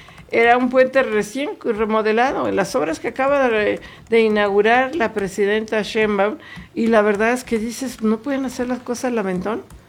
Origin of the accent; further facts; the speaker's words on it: Mexico; porque nosotros estamos aquí, somos los mexicanos los que usamos esto.